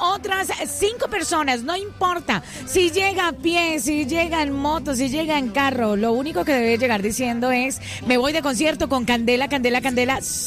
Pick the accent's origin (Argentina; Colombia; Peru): Colombia; Armenia, Quindío; born there; En mi misma Armenia, en mi ciudad milagro. No, mejor dicho, amo mi Colombia.